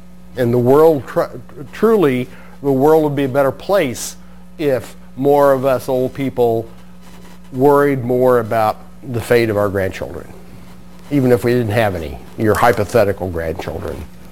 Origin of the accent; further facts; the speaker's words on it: Missouri, United States; moved away as an adult; also born or lived in Alaska; now in Connecticut, United States; Been here since 1996. Most of you know that I came from Missouri originally and went to Alaska for graduate school.